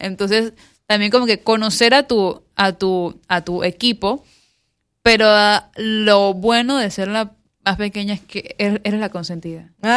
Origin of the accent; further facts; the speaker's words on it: Colón, Panama; moved away as an adult; now in Panama City, Panama; Yo soy de Colón y bueno, yo me mudo a Panamá a los 18 años con mi hermana.